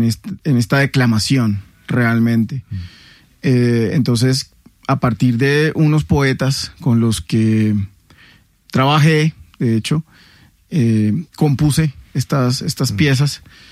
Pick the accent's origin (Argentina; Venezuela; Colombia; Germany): Venezuela; resulta que en mi tierra y creería que también en toda Venezuela se le conoce como chigüire